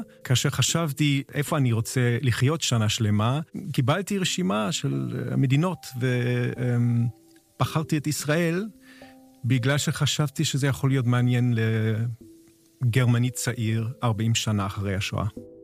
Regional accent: Germany; Hebrew is a second language; בוודאי שזה היה משהו מאוד מיוחד לחיות בישראל בתור גוי גרמני.

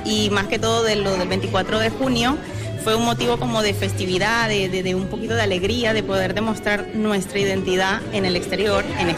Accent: San Cristóbal, Táchira, Venezuela; now in Zaragoza, Spain; Yo soy andina también, de San Cristóbal.

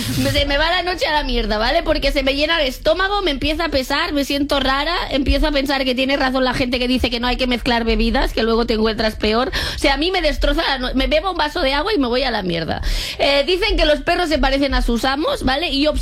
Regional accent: Catalonia, Spain

